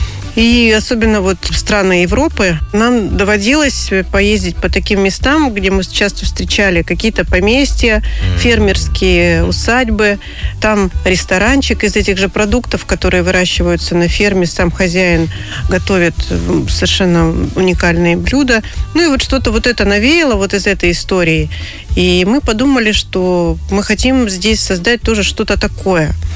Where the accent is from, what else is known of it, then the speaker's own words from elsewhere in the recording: Siberia, Russia; moved away as an adult; also born or lived in Novosibirsk; now in Anapa, Russia; мы сами из Сибири.